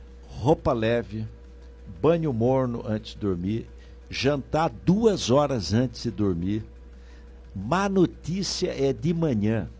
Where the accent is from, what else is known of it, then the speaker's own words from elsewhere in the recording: Pindamonhangaba, São Paulo, Brazil; born there; Eu nasci na Santa Casa de Pindamonhangaba.